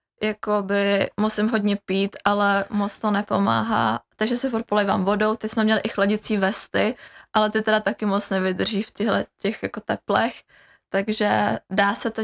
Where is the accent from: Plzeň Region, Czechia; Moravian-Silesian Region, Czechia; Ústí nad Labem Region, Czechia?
Plzeň Region, Czechia; Stříbro; Já jsem z města Stříbra.